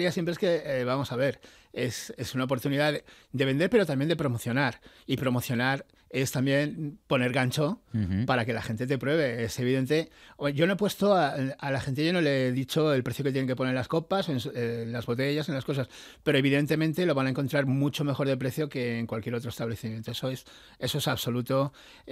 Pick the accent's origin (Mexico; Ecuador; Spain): Spain; Fresnedillas de la Oliva, Community of Madrid; yo sabes que soy de Fresnillas del Oliva, es el pueblo por el que he cruzado toda mi vida